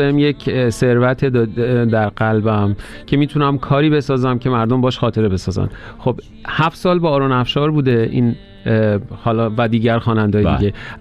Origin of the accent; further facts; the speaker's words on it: southern Iran, Iran; من جنوبی هستم و دریا نقش موثری داشته در بزرگ شدن من